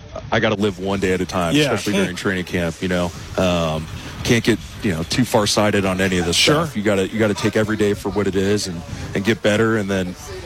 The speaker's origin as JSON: {"language": "English", "town": "Milwaukie", "region": "Oregon", "country": "United States", "said": "I usually say I'm from Portland"}